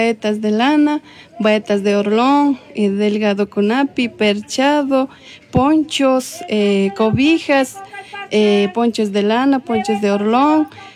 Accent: Otavalo, Imbabura, Ecuador; Buenos días, mi hermano, yo soy de Otavalo y ya. Trabajamos acá en Guamote, mi hermano.

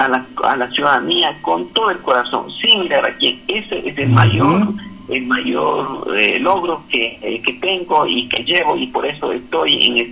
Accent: San Pablo de Atenas, Bolívar, Ecuador; born there; first language Spanish

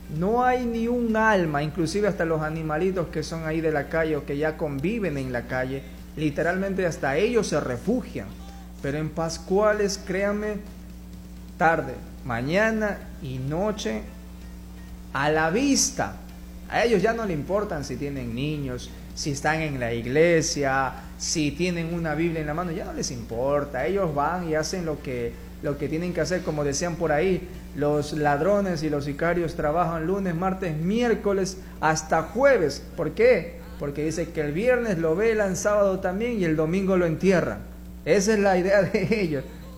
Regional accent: Guayaquil, Guayas, Ecuador; como ciudadanos ecuatorianos o guayaquileños

